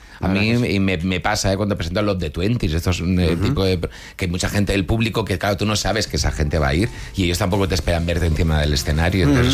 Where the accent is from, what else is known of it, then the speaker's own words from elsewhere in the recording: Barcelona, Catalonia, Spain; moved away as an adult; now in Madrid, Spain; yo soy de Barcelona, me vine a Madrid con 18 años